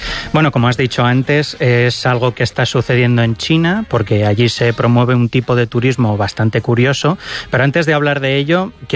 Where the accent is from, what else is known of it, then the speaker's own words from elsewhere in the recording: Valencian Community, Spain; Podría ser perfectamente una mascleta, que es tirando a mi tierra